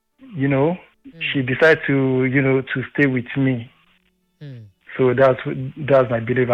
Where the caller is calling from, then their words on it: Ifo, Ogun, Nigeria; I'm calling from Ifo.